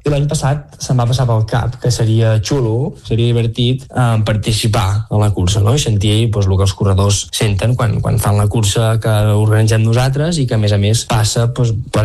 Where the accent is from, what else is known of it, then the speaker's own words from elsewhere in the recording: Sant Joan de les Abadesses, Catalonia, Spain; Jo sóc de Sant Joan, de les Abadesses, de tota la vida, i ara fa uns 4 anys que també formo part de l'organització d'aquesta cursa del Taga.